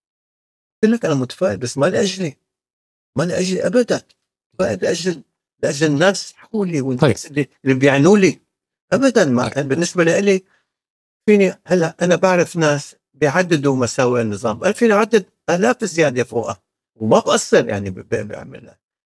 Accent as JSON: {"language": "Arabic", "country": "Syria", "said": "انا كسوري"}